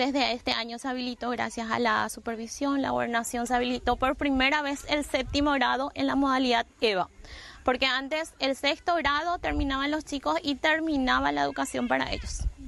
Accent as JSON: {"language": "Spanish", "town": "Itapirú", "country": "Paraguay", "said": "yo soy de Itapirú, vivo cerca de la comisaría."}